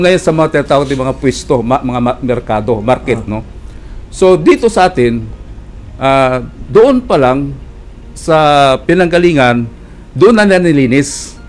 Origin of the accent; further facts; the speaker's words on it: Bantayan Island, Central Visayas, Philippines; sa amin sa Bantayan Island.